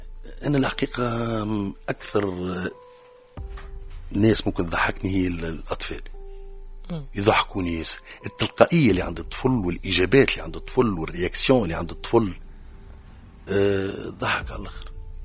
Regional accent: Tunisia; born there; مولود في تونس، مواطن تونسي، اب لزوز ابناء فاطمة وآدم.

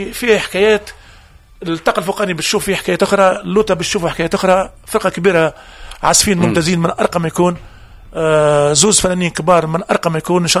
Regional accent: Tunisia

